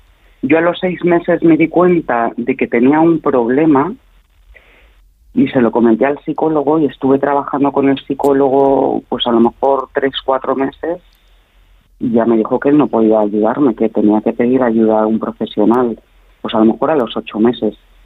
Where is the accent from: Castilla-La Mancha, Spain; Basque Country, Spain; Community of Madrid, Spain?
Community of Madrid, Spain; Madrid; now in Zaragoza, Spain; Pues yo vivo en Zaragoza, pero soy de Madrid y mi familia vive en Madrid.